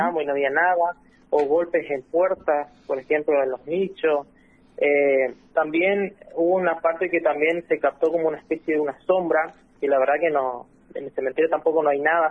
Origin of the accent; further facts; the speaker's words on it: Oberá, Misiones, Argentina; now in Santo Tomé, Argentina; yo prácticamente vengo de Oberá, la provincia de Misiones, y cuando me vine acá por Santo Tomé, justamente estoy viviendo acá